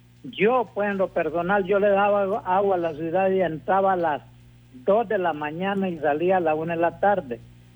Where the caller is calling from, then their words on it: Juticalpa, Olancho, Honduras; Le hablo de Juticalpa Olancho.